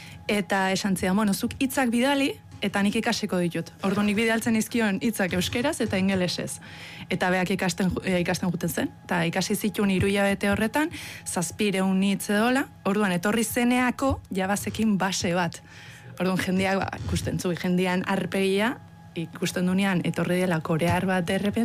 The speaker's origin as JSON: {"language": "Basque", "country": "Spain", "said": "esan nionean, ba, Espainiakoa naiz"}